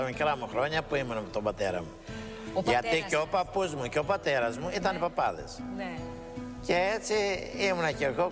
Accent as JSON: {"language": "Greek", "town": "Angeliana", "country": "Greece", "tie": "born or raised there", "said": "Μας τα Αγγελιανά είναι η πατρίδα μου. Είναι εδώ γεννήθηκα, εδώ μεγάλωσα, έχω όλα, ας πούμε, όλοι τις αναμνήσεις τις έχω στα Αγγελιανά και είναι, είναι το σπίτι μου"}